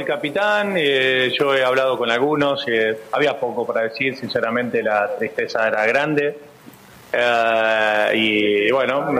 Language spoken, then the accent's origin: Spanish; Argentina; creo que nosotros como argentinos tenemos que reconocer a veces que el rival juega